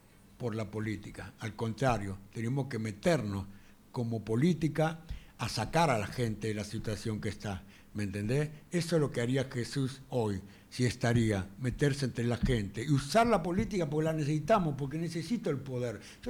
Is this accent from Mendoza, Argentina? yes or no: no; Loma del Mirador, Buenos Aires Province, Argentina; born there; ahí nací y ahí vivo